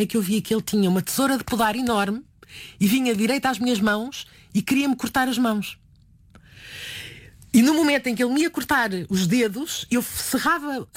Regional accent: Porto, Portugal

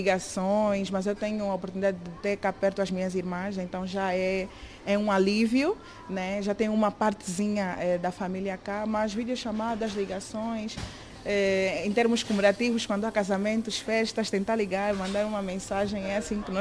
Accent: Luanda, Angola; moved away as an adult; now in Braga, Portugal; tenho 23 anos e venho de Angola, Luanda.

